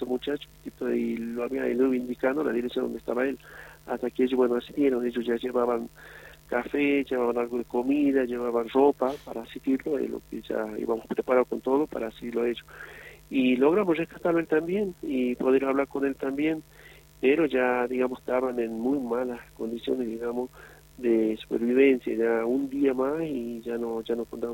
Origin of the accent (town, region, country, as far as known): Antofagasta, Chile